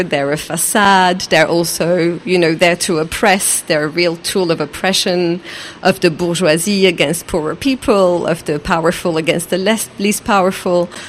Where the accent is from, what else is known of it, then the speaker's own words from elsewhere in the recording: Algeria; Personally for me, I grew up in Algeria in the 90s and we had a civil war where all the institutions collapsed